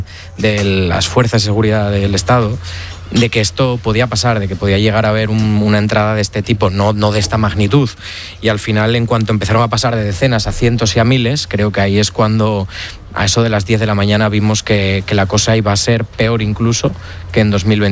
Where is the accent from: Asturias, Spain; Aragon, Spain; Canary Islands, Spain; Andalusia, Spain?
Asturias, Spain; Oviedo; moved away as an adult; now in Ceuta, Spain; Yo soy de Oviedo, efectivamente.